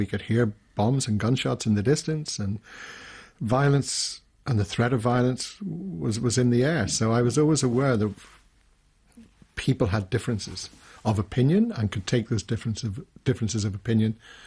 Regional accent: Northern Ireland, United Kingdom; I am Irish, and I was born in what a lot of people call Northern Ireland. I don't like to think of it as Northern Ireland.

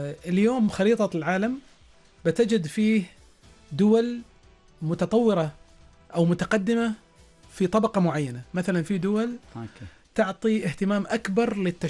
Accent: Oman; عندنا في عمان

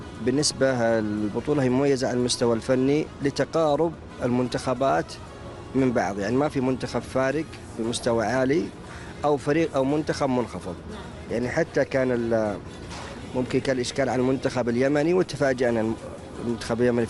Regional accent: Riyadh, Riyadh Province, Saudi Arabia; الرياض، انا من سكان الرياض

